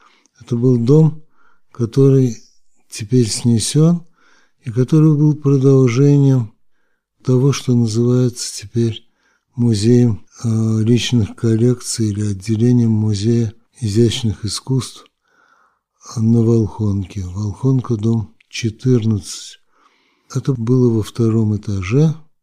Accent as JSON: {"language": "Russian", "region": "Moscow", "country": "Russia", "tie": "born or raised there", "said": "Я родился в Москве и помню ее примерно с 25-го года."}